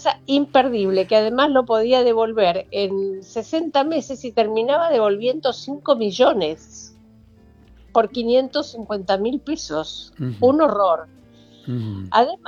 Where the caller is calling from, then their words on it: Buenos Aires, Argentina; soy de Caballito